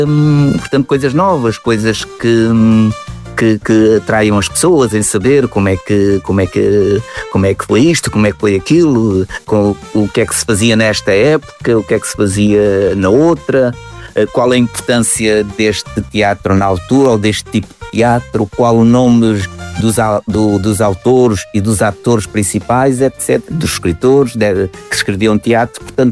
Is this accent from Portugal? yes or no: yes; Barbacena, Alentejo, Portugal; na minha aldeia de Barbacena